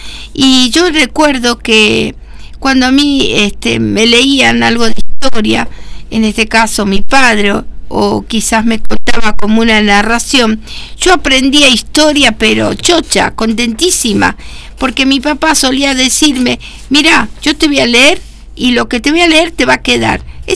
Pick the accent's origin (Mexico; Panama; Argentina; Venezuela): Argentina; nosotros como argentinos